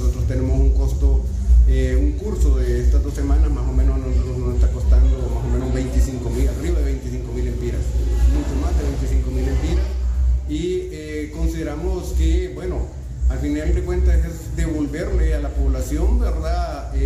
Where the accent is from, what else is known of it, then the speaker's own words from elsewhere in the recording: Honduras; producto de los impuestos que nosotros como hondureños pagamos